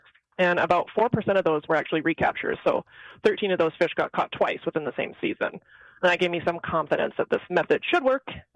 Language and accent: English; Ontario, Canada; I'm actually Canadian. Yeah, I picked up on that, yeah. Yeah. So I grew up in the Great Lakes, a small little town on Manitoulin Island in the north shore of Lake Huron.